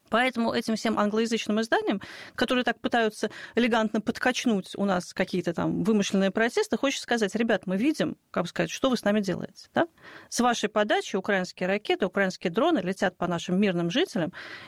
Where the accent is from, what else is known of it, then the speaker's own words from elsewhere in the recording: Moscow, Russia; Я вот коренная москвичка, для меня Никитская.